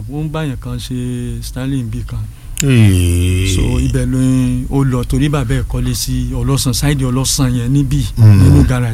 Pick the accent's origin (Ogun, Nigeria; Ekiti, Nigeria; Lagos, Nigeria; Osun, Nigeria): Osun, Nigeria; Ile-Ife; mo wá láti Osun State ilé ìfẹ́.